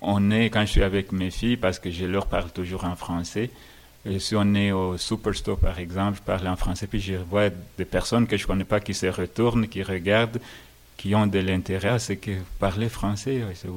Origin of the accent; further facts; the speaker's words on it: DR Congo; also born or lived in Ottawa; now in Campbell River, Canada; Je suis parti du Congo, de la République démocratique du Congo, et je suis arrivé à Ottawa. Ottawa, j'ai fait mes études universitaires à Ottawa, à l'Université d'Ottawa.